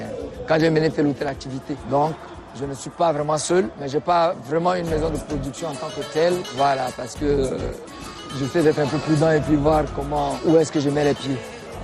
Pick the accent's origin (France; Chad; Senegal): Chad; now in Côte d'Ivoire; Je suis tchadien, c'est vrai. Même ici, on m'appelle le tchadien. Bon, déjà, de par mon accent, on sait que c'est un tchadien.